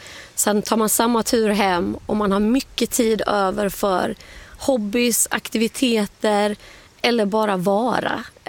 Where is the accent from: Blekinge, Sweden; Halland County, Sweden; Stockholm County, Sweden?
Blekinge, Sweden; Olofström; also born or lived in Kalmar / Växjö / Gothenburg; now in Karlshamn, Sweden; Men det är ändå hemma som har varit Blekinge. Jag är uppvuxen i Olofström. Min farmor hade stuga i Sölvesborg under hela min uppväxt. Och i Karlshamn har jag nog bott i över 15 år nu.